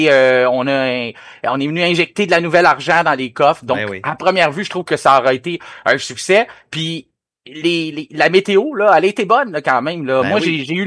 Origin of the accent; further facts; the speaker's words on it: Montreal, Quebec, Canada; chez nous à Montréal